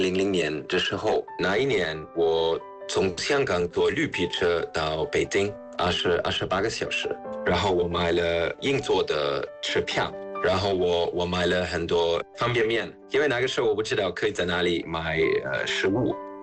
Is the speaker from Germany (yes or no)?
yes; Trier, Rhineland-Palatinate, Germany; Chinese is a second language; moved away as an adult; also born or lived in Hong Kong; now in Shanghai, China; 我来自于德国特里亚，我住在中国8年，我在贸易公司在上海工作，我本科在德国读书，然后我在复旦大学和香港大学读了 MBA